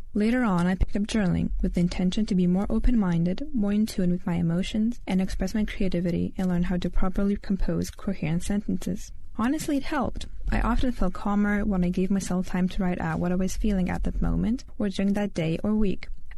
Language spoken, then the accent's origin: English; Lithuania; first language Lithuanian; English is a second language